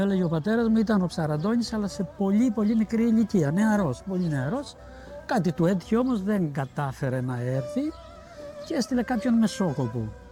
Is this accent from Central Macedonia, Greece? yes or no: no; Crete, Greece; όπως αγαπώ εγώ το χωριό μου, φαντάζομαι ότι και ο κάθε κριτικός αγαπά το δικό του το χωριό και κατ' επέκταση μετά πρέπει να αγαπάμε και ολόκληρη την Κρήτη.